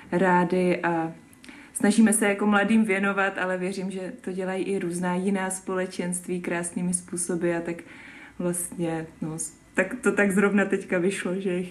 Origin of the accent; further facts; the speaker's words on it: Brno, South Moravian Region, Czechia; a pocházím od Brna, teď jsem zase v komunitě znova zpátky v Brně